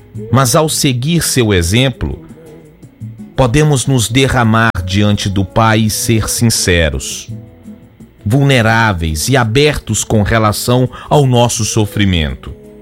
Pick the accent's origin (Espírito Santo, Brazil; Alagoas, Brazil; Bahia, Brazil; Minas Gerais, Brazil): Minas Gerais, Brazil; Coronel Fabriciano; comecei a rodar Coronel Fabriciano, fui até o bairro onde eu cresci, parei na porta da casa onde nós crescemos